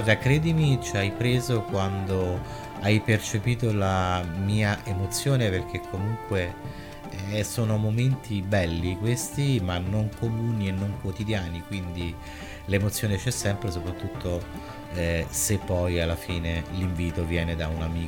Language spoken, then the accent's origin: Italian; Rome, Lazio, Italy; Provenienza Roma